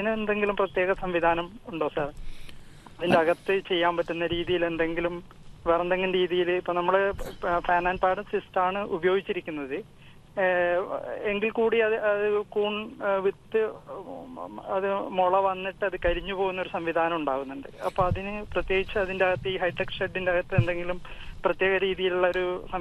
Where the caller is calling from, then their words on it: Kasaragod, Kerala, India; ഞാൻ കാസർഗോഡ് നിന്നാണ് വിളിക്കുന്നത്.